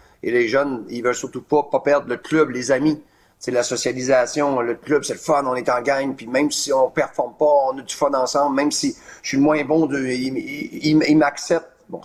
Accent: L'Anse-Saint-Jean, Quebec, Canada; quand j'étais jeune, à Anse-Saint-Jean

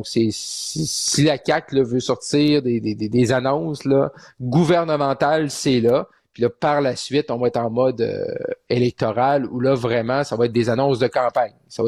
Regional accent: Quebec, Canada; dans mon coin de pays au Saguenay-Lac-Saint-Jean

